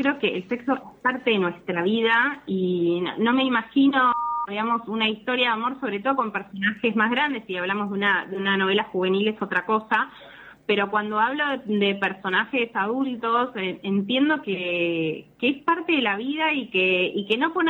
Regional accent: Bahía Blanca, Buenos Aires Province, Argentina; moved away as an adult; now in Buenos Aires, Argentina; Yo, por ejemplo, soy de Bahía Blanca y una de las cosas que vivo hace 20 años en Buenos Aires

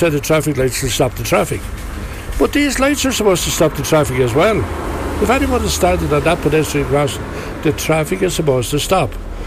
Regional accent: Rosslare, Leinster, Ireland; I lived in Rosslare, I was born in Rosslare.

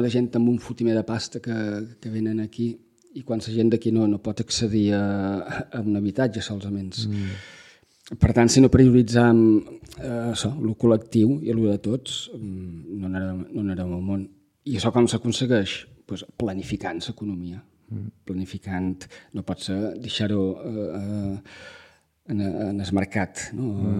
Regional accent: Balearic Islands, Spain; Que ens defineixen com a menorquins, com a menorquines, com a illa

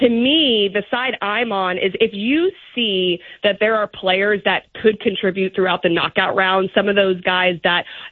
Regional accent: Arlington, Texas, United States; I'm from Arlington, Texas, so I love that.

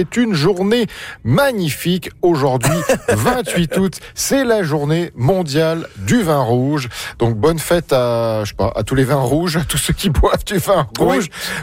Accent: France; On dit chez moi en France

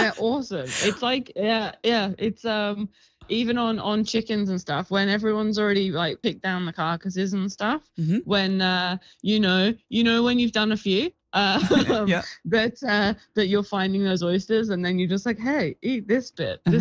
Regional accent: United Kingdom; I'm British, so it has to go traditional sage and onion.

